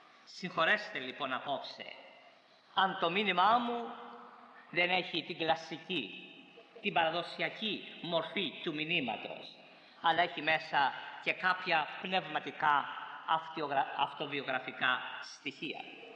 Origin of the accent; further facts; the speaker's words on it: Corfu, Ionian Islands, Greece; Και είναι ακριβώς αυτό για το οποίο έψαχνα χρόνια πολλά στο νησί μου, στην Κέρκυρα.